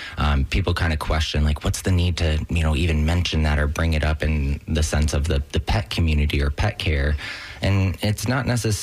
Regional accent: St. Petersburg, Florida, United States; now in Lutz, United States; I was raised in St. Pete, and I moved back home about 2021, and I just couldn't afford to move back to St. Pete at that time.

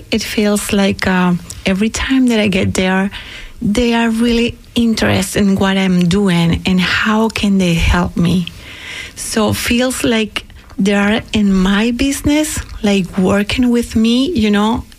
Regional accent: Venezuela; English is a second language; moved away; I'm from Venezuela, and to start here as an immigrant was really hard

